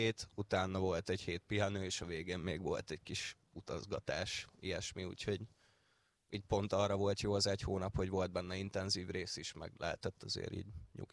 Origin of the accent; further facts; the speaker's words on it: Hungary; kiderült, hogy magyar vagyok